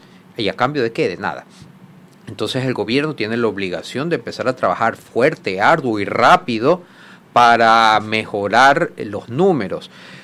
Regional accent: Ecuador; Yo soy un simple ecuatoriano más

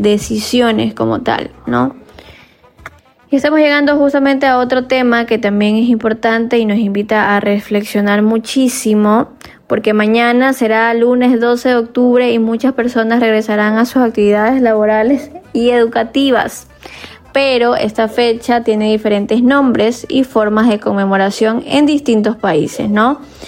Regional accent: Ecuador; Estamos aquí en Ecuador, somos ecuatorianos

